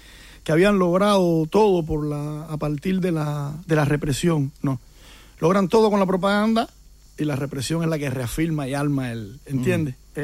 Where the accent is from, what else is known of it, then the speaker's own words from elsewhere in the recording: Villa Clara, Cuba; moved away; Díaz Canel es de mi pueblo.